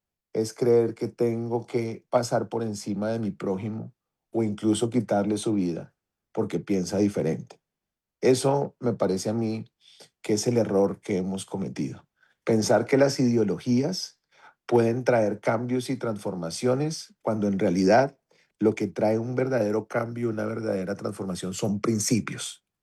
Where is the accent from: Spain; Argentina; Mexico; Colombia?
Colombia; somos colombianos